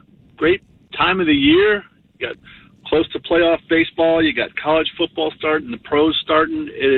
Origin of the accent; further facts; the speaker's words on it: Florida, United States; also born or lived in Wisconsin; I was a transplant from Florida who lived in Wisconsin for 10 years and became a Packer fan.